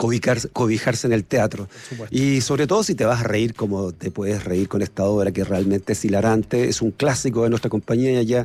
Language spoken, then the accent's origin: Spanish; Chile; Somos todos chilenos.